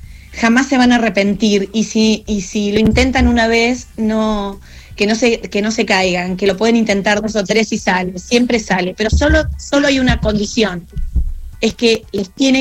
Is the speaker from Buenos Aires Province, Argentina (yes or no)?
yes; El Triunfo, Buenos Aires Province, Argentina; moved away; also born or lived in Madrid; En mi pueblo se llama El Triunfo.